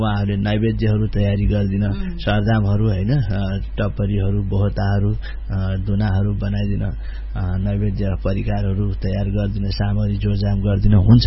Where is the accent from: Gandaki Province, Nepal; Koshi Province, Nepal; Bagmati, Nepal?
Gandaki Province, Nepal; born there; now in Pokhara, Nepal; मेरो जन्मस्थान अन्नपूर्ण गाउँपालिका वडा नम्बर 2 सेराचौर हो, मेरो अहिले बसोबास चाहिँ पोखरा महानगरपालिका वडा नम्बर 2 मिरुवामा छ